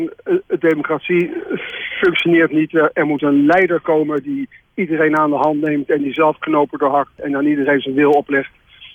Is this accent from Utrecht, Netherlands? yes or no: no; Haarlem, North Holland, Netherlands; Dus ik ben ook een geboren Haarlemmer, dus dat is niks om trots op te zijn.